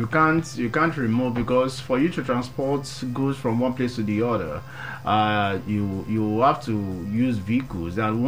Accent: Nigeria; as a Nigerian

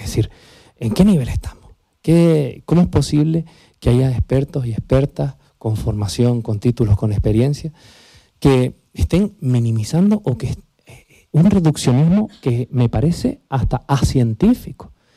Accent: Anaga, Canary Islands, Spain; Claro, que como yo soy más de Anaga y nosotros renegamos un poquito de Santa Cruz, de la capital.

